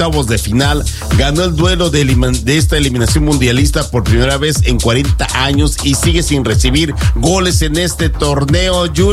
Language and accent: Spanish; Mexico; Me llena de orgullo decir que soy mexicano